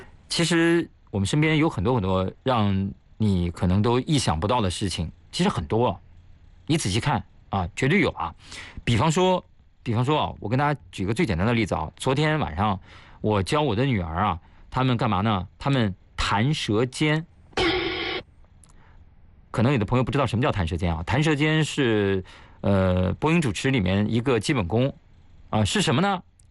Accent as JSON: {"language": "Chinese", "country": "China", "said": "我们是中国人对吧"}